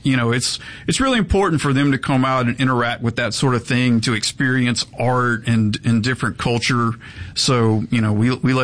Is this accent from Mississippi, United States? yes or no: yes; Goodman, Mississippi, United States; Goodman is, it's about 1,000 people, about an hour north of Jackson. And so growing up in Goodman